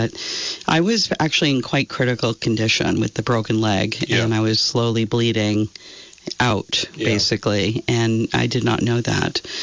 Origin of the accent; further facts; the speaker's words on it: Fairfax, Virginia, United States; also born or lived in Massachusetts; growing up in Fairfax was a wonderful experience for me because, my father packed us up in the VW bus. He lived in Massachusetts. I was actually born in Massachusetts. So I was 3 years old when we came here.